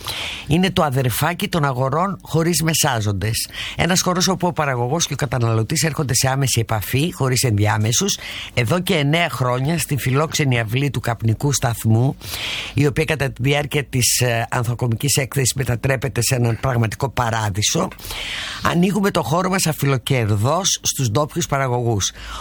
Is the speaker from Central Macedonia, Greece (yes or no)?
yes; Katerini, Central Macedonia, Greece; στην πατρίδα μου, θα σε πάω στο νομό Πιερίας, στην Κατερίνη